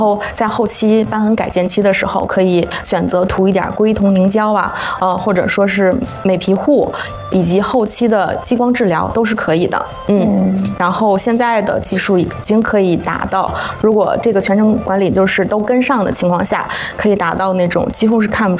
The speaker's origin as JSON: {"language": "Chinese", "region": "northern China", "country": "China", "lives_now": "Beijing, China", "said": "因为我是个北方人嘛，"}